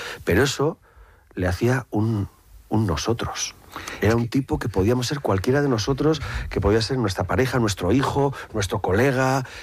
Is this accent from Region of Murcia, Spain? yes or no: no; Basque Country, Spain; Yo soy vasco.